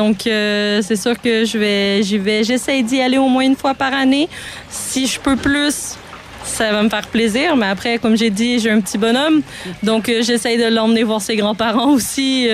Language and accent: French; Quebec, Canada